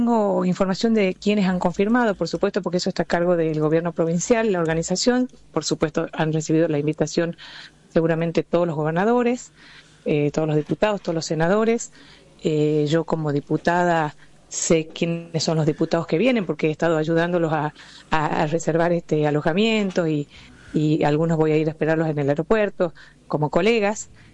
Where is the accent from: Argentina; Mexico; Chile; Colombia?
Argentina; Tucumán; yo como tucumana